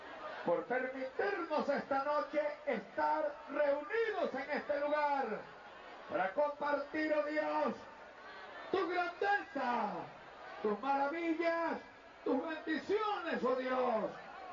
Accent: Altagracia de Orituco, Guárico, Venezuela; A la edad de 14 años, en mi pueblo natal, la ciudad de Altagracia de Orituco, en el estado Guárico

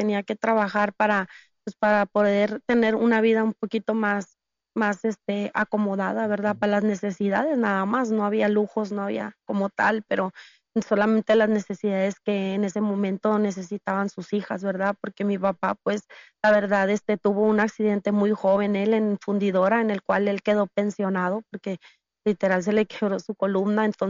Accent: San Nicolás de los Garza, Nuevo León, Mexico; Bueno, pues soy de aquí de Monterrey, Nuevo León. Vivimos en toda mi adolescencia y mi infancia, lo vivimos en San Nicolás de los Garza.

